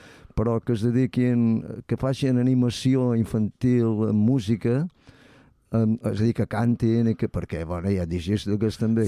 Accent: Ferreries, Balearic Islands, Spain; moved away; also born or lived in Mahón; Jo som de Ferreries, uh-huh, però després vaig anar a viure a Mó

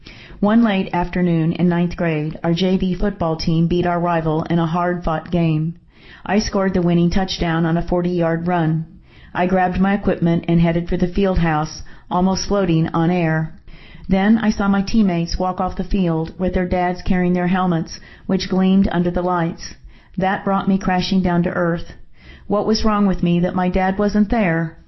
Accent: Memphis, Tennessee, United States; I grew up in Memphis. I loved the city, but I did not love my childhood.

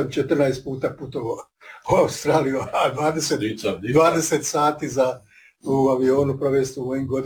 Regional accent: Slavonia, Croatia; born there; now in Zadar, Croatia; Ja sam najnoviji u gradu, ja nisam ovdje rođen, ja sam rođen u Slavoniji

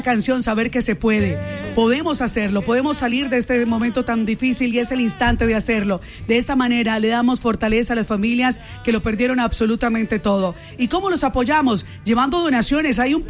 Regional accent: Candelaria, Valle del Cauca, Colombia; born there; moved away; en mi pueblo, en San Joaquín, Candelaria Valle

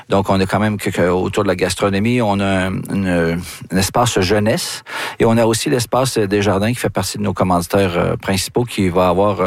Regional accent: Wendake, Quebec, Canada; dont notre pow-wow chez nous à Wendake.

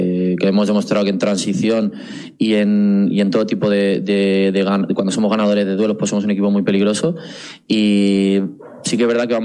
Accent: Catalonia, Spain; moved away as an adult; soy catalán, tengo mucha familia allí

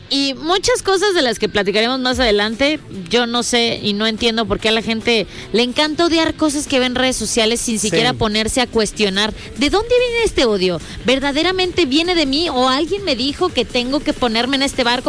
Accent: Mexico; soy mexicana

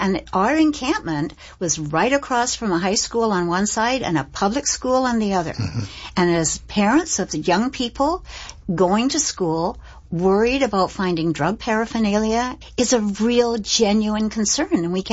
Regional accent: Canada; as a Canadian, I find it an embarrassment.

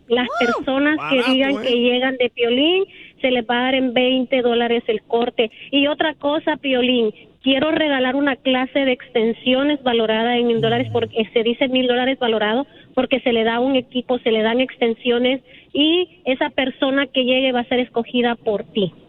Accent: Puerto de La Libertad, La Libertad, El Salvador; soy originaria de El Salvador, Puerto de la Libertad, y mi negocio es un salón de belleza.

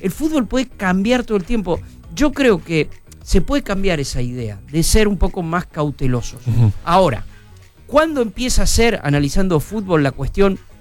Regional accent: Puan, Buenos Aires Province, Argentina; Yo el sábado estaba viajando muy temprano para mi pueblo, para Puan, ¿no?

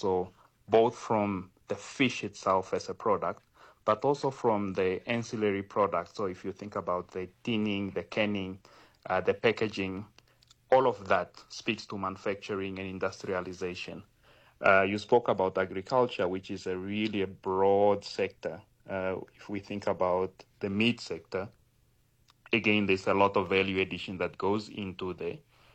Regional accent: Namibia

